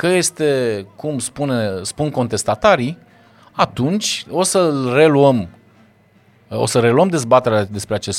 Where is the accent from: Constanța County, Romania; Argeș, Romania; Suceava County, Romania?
Constanța County, Romania; Constanța; Da, m-am născut, am copilărit în Constanța.